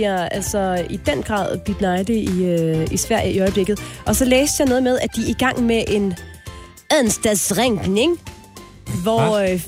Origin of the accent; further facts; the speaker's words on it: Region of Southern Denmark, Denmark; moved away; Jeg er jo sønderjyder oprindeligt, så jeg er jo ikke vokset op med svensk